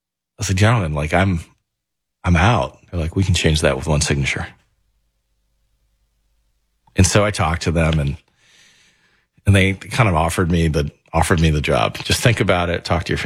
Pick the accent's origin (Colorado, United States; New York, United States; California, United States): New York, United States; It's personal, right? I'm from New York.